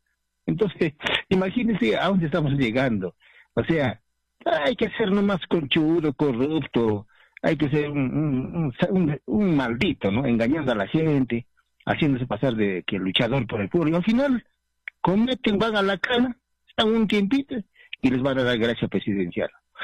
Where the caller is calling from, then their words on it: Juliaca, Puno, Peru; De Juliaca.